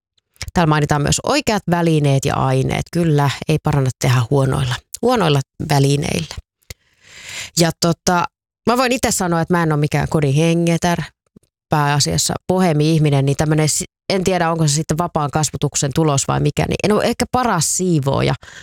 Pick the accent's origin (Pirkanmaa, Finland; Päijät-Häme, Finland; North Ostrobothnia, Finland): Pirkanmaa, Finland; Tampere; Aikanaan kun lähdin aina kesäksi sitten jonnekin kesätoimittajaksi jonnekin pois kotikaupungistani Tampereelta